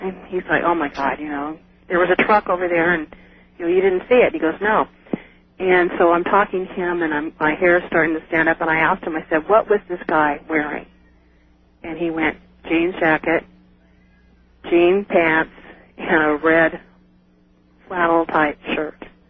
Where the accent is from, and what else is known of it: Salinas, California, United States; born or raised there; now in Monterey, United States